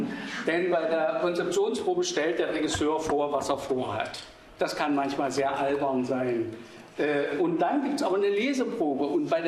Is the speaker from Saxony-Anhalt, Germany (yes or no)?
yes; Dessau, Saxony-Anhalt, Germany; moved away; ich bin in Dessau geboren und auch aufgewachsen. Ich habe die Stadt verlassen, da hatte sie noch 100.000 Einwohner.